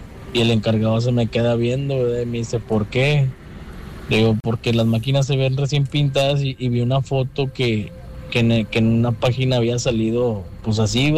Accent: Guadalupe, Nuevo León, Mexico; Yo soy del municipio de Guadalupe, Nuevo León.

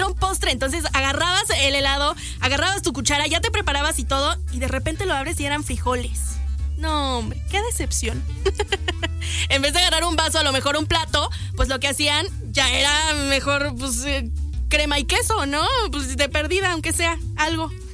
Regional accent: Mexico; nosotros aquí en México

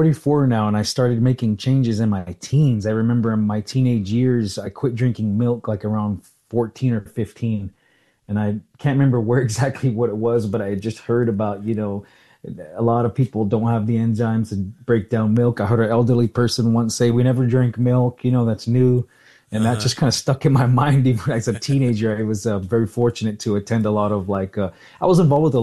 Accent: Salt River, Arizona, United States; born or raised there

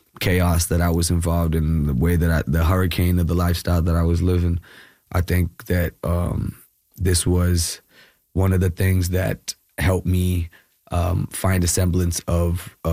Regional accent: Kerala, India; English is a second language; now in Bangalore, India

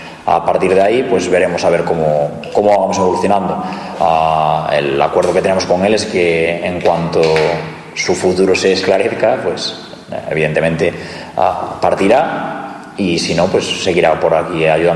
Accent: Galicia, Spain; Como gallego, no quiero ser más gallego que el Orballo

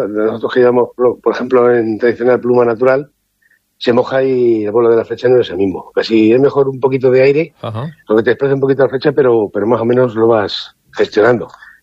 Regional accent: Ávila, Castile and León, Spain; defenderle en mi tierra

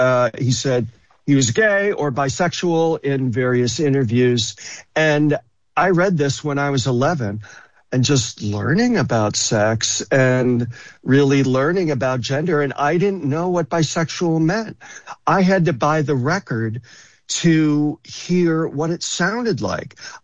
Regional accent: Greece, New York, United States; I was born in the early 60s and I grew up in Greece.

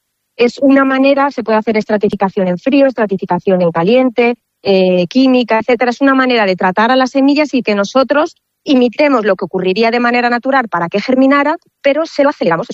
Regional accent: Pedro Bernardo, Castile and León, Spain; Pedro Bernardo ha sufrido muchos incendios, o sea, que es una lacra que tenemos ahí en nuestro pueblo.

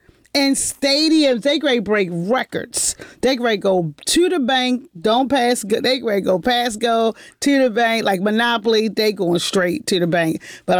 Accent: Baltimore, Maryland, United States; We are Baltimore homegrown. I was born in Johns Hopkins Hospital.

